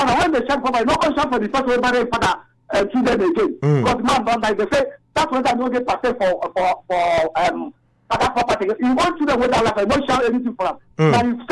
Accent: Rivers, Nigeria; I'm from River State, you call it prescribing.

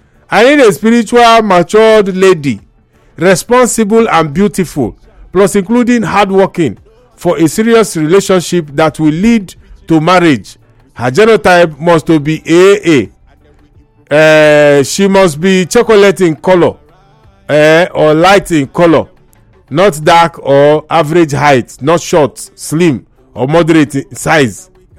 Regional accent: Rivers, Nigeria; from River State, based in Port Harcourt.

